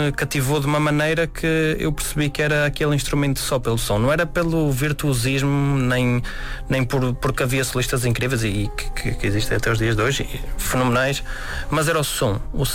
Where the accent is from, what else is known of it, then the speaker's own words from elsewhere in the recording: Celorico da Beira, Guarda, Portugal; Val das Ares, fica em Celorico da Beira.